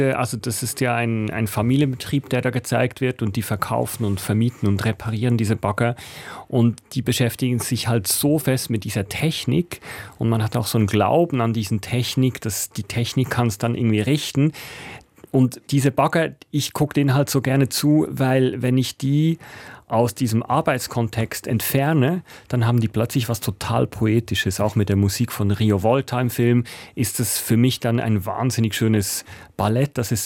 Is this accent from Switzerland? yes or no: yes; Switzerland; da wo ich aufgewachsen bin, sind 120 Einwohner, da wählen alle die rechte SVP.